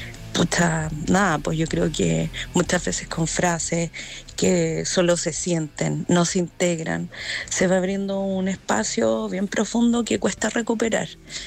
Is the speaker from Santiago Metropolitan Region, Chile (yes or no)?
yes; Paine, Santiago Metropolitan Region, Chile